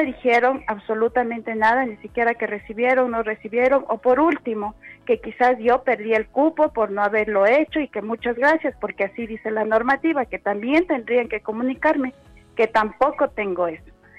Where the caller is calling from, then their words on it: Quito, Pichincha, Ecuador; Desde el centro de Quito.